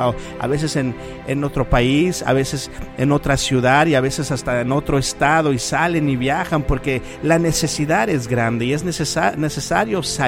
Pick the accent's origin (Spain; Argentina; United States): United States; McAllen, Texas; Nosotros vivíamos en McAllen, nacimos ahí en McAllen y viajábamos hasta Weslaco